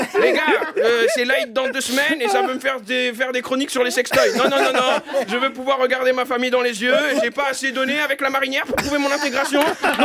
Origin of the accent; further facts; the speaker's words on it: Algeria; Moi, je suis algérien.